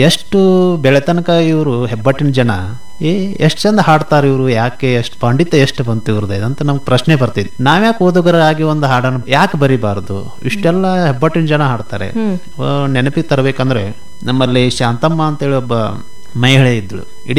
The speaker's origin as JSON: {"language": "Kannada", "town": "Giriyal", "region": "Karnataka", "country": "India", "tie": "born or raised there", "said": "ನಮ್ಮ ಬಾಲ್ಯ 1981 ಅಕ್ಟೋಬರ್ 28 ನನ್ನ ಜನನ ಆಯಿತು ಗಿರಿಯಾಲ್ ಗ್ರಾಮದಲ್ಲಿ, ಬೈಲಂಗಳೂರು ತಾಲೂಕಿನ ಗಿರಿಯಾಲ್ ಗ್ರಾಮ."}